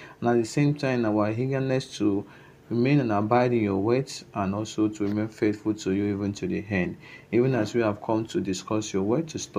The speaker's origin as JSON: {"language": "English", "town": "Okada", "region": "Edo", "country": "Nigeria", "said": "from Okada Town, Edo State, Nigeria."}